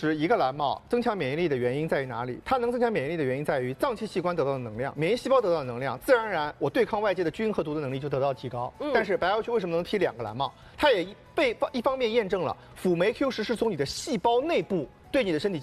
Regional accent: Shanghai, China; 这个我形容我们上海人特别喜欢吃的菜肉馄饨馅。

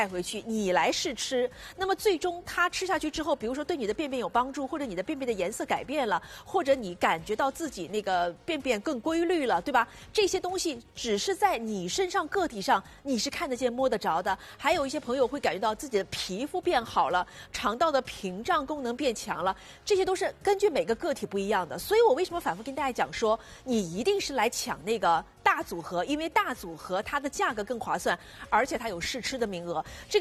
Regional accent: Jiangxi, China; 因为我们是江西人

